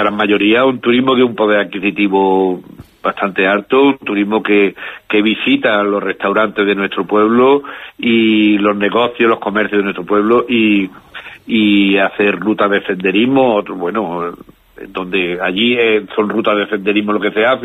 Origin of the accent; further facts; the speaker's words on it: Valencian Community, Spain; yo soy de Canella de Albaida, allí ya hace años que tenemos un camping de caravana